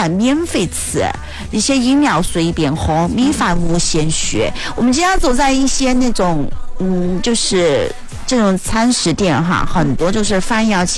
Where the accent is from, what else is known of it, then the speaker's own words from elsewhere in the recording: Chongqing, China; 为我们重庆打广告